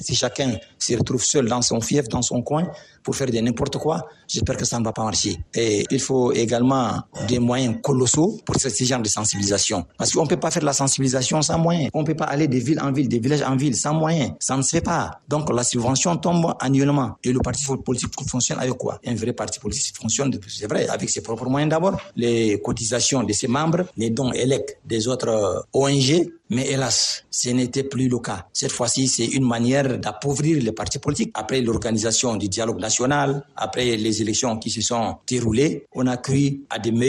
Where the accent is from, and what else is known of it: Chad